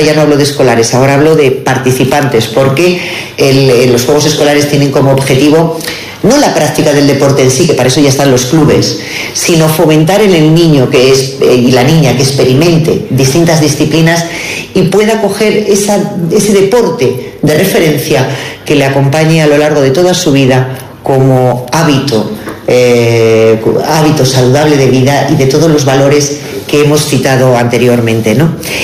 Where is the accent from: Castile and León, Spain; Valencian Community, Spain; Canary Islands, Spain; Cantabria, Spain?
Castile and León, Spain; Burgos; la población que somos de Burgos